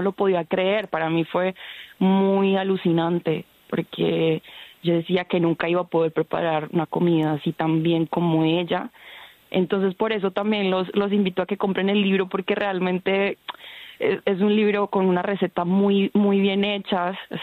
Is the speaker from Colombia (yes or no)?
yes; Chocó, Colombia; para mí es importantísimo decir que soy del Chocó porque me abre la puerta para hablar del Chocó, y yo amo hablar del Chocó.